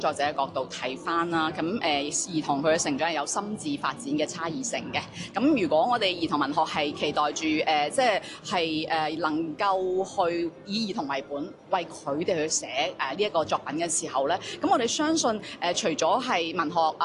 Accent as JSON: {"language": "Cantonese", "country": "Macau", "tie": "born or raised there", "also_born_or_lived": "Guangzhou", "said": "我喺澳門長大，但其實我係廣州出世嘅。"}